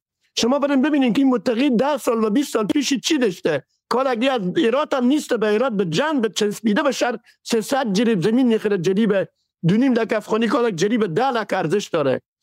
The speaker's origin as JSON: {"language": "Persian", "region": "Herat", "country": "Afghanistan", "said": "شخص خودمه که از هرات هستم"}